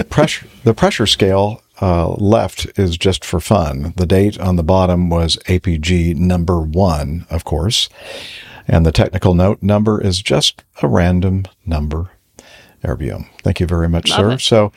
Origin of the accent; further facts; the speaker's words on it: Box Elder, South Dakota, United States; A listener in Rapid City, very close to my hometown of Box Elder, South Dakota.